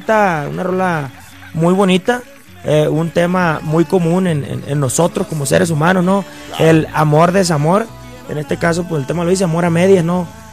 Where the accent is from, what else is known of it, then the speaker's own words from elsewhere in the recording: Mezquite Alto, Sinaloa, Mexico; now in Los Mochis, Mexico; Yo soy de un pueblo que se llama Mezquite Alto, ahí perteneciente a Sinaloa, Leiva.